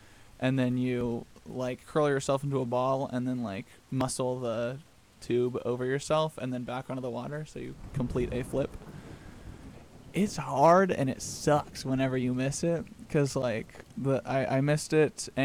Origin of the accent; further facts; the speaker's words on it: United States; a much smaller lake near my hometown, mm-hmm. In Tinyville, USA, and not a real place